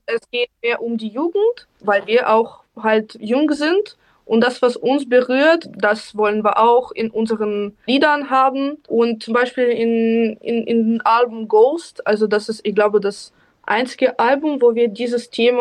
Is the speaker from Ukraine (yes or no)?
yes; Ukraine; moved away; ich habe eine Musikschule in der Ukraine beendet, aber als Klavierspielerin.